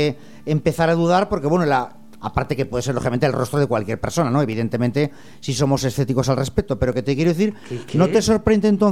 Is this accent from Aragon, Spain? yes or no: yes; Aragon, Spain; Es aragonés como nosotros.